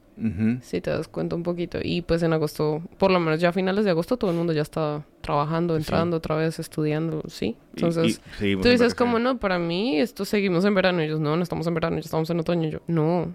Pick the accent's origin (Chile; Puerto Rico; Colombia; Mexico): Colombia; Colombia, pues estamos en la línea de Ecuador. Uh-huh. Eso hace que no tengamos estaciones. Lo que pasa en mi país es que tenemos son pisos climáticos.